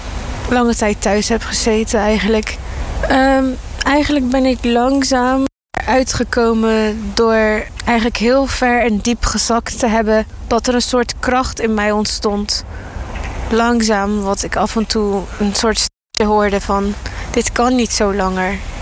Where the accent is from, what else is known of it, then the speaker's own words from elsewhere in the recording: Dordrecht, South Holland, Netherlands; Ik kom uit Dordrecht.